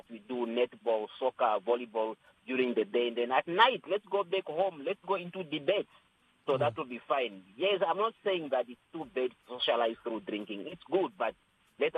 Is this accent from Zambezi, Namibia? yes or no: yes; Katima Mulilo, Zambezi, Namibia; especially to the youth in my hometown in Katima, is to encourage them to invest in small businesses.